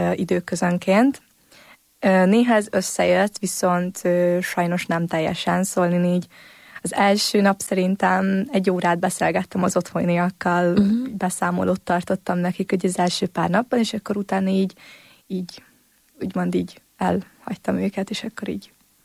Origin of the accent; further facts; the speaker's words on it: Hungary; now in Budapest, Hungary; Ugye vidéki lány vagyok